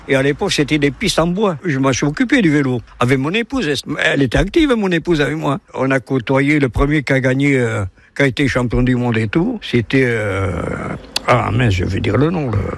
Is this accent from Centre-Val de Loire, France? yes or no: no; Mauléon, Nouvelle-Aquitaine, France; j'ai 81 ans, je suis natif de Mauléon, pays de Soule bien sûr, Mauléon capitale de la Soule.